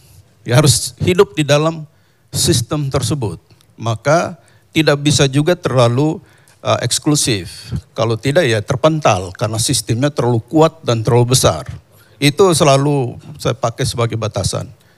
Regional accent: East Nusa Tenggara, Indonesia; saya putra asli daerah NTT. Jadi besar, kecil, lahir di desa terpencil di pedalaman Pulau Timur.

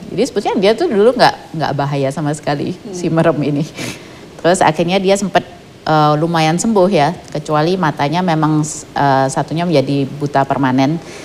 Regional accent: Malang, East Java, Indonesia; saya aslinya kan orang Malang kan.

